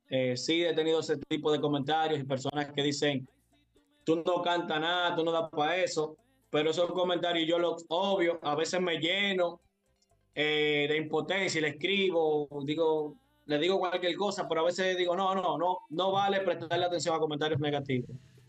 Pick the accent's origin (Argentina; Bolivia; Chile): Bolivia